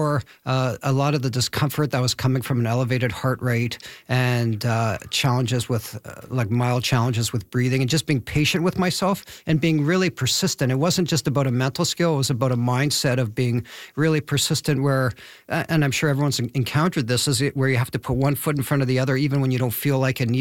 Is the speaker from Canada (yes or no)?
yes; Canada; I'm a Canadian